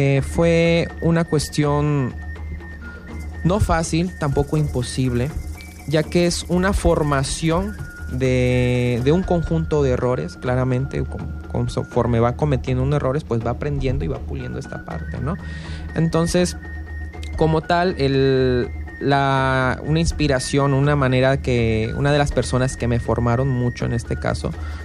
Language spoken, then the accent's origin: Spanish; Villahermosa, Tabasco, Mexico; soy originario aquí de nuestra amada tierra, ¿no? Villahermosa, Tabasco.